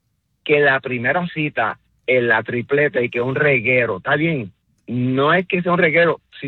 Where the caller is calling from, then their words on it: Puerto Rico; Yo soy boricua, oye.